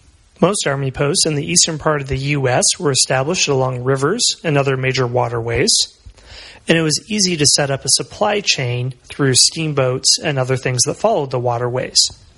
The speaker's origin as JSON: {"language": "English", "region": "Iowa", "country": "United States", "said": "I'm from Iowa, so that's what we live on if you're of a town less than 5,000."}